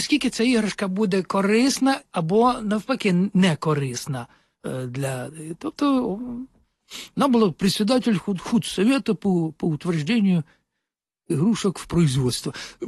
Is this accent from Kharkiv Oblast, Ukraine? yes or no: no; Kyiv, Ukraine; also born or lived in Popilnia; А, ні, народився я виріс на Сталінка. Народився я ПГТ Попільня. Я там прожив років 3, десь я не пам'ятаю цього. Ми потім переїхали.